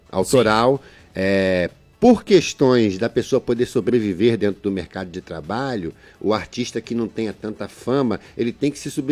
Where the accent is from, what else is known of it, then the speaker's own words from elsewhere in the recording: Armação dos Búzios, Rio de Janeiro, Brazil; born there; Fui criado lá em Padre Miguel, né? E papai e mamãe viemos a Búzios em 87. Eu tinha 6 anos para poder fugir da criminalidade em busca de uma melhor qualidade de vida. E a cidade de Búzios até então, estou aí 39 anos